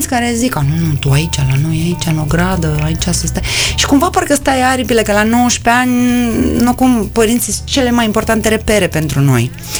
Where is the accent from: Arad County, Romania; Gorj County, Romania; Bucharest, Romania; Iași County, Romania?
Bucharest, Romania; now in Moldova; eu sunt din România, sunt din București. Sincer, și eu, când aveam 20 de ani, era anul 2000